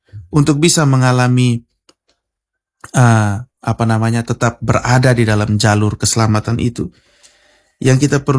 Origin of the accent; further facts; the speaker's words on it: Kupang, East Nusa Tenggara, Indonesia; Kalau kita orang Kupang kan bilang